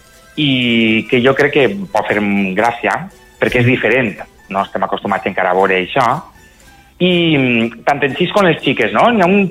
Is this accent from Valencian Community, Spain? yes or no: yes; Meliana, Valencian Community, Spain; jo vivia a Meliana, soc de Meliana, com saps, i allí n'hi havia un grupet, un altre grupet en Montcada